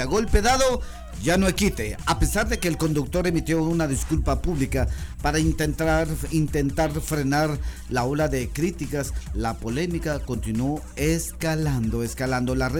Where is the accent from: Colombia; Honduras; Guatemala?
Guatemala; nos pone a nosotros como guatemaltecos